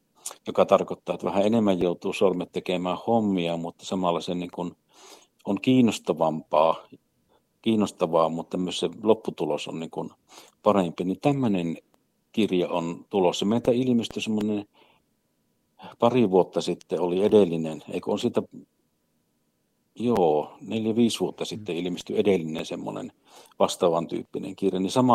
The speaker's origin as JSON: {"language": "Finnish", "region": "Eastern Finland", "country": "Finland", "tie": "born or raised there", "said": "mä itse olen Itä-Suomesta kotosi ja aina täällä tavalla tai toisella asun"}